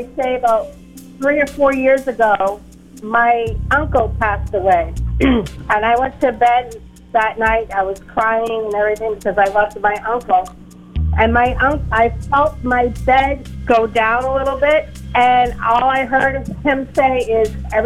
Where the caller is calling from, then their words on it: Manchester, New Hampshire, United States; calling from Manchester.